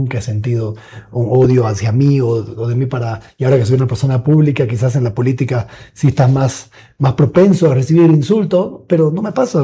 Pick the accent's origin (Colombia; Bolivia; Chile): Bolivia; y pensar que eso, que somos bolivianos, tenemos que salir adelante